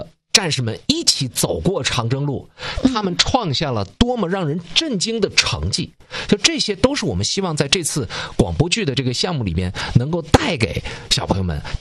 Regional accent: China; 这些实际上那就是我们中国人应该具备的说好我们的这个中国话，说好普通话的一个基础的能力。

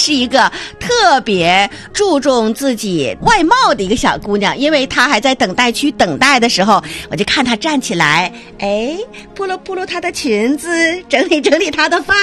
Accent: Jilin, China; 我们每一个吉林人

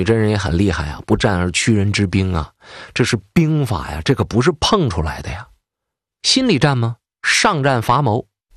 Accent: Northeast China, China; 作为一个东北人我特别了解大年初一会冷到什么程度。

